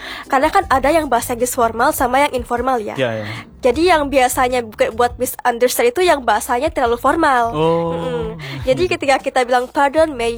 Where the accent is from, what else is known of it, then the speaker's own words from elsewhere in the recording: Wangi-Wangi, Southeast Sulawesi, Indonesia; I'm from Wakatobi in Wangi-Wangi Island, exactly.